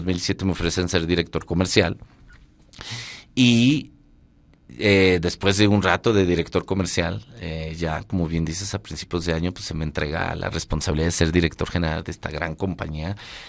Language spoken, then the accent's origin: Spanish; Mexico; aquí, de aquí soy. Aunque no sé nada de vino, ¿no? Como muchos mexicanos hoy día y en ese momento, ¿no?